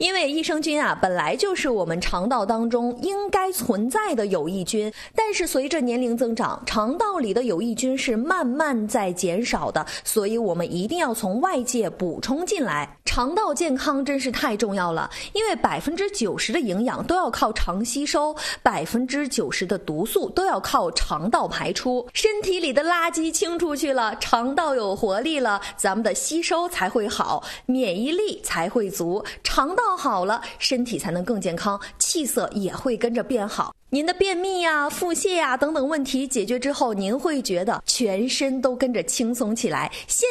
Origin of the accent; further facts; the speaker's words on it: Northeast China, China; 现在不只是咱们东北人爱吃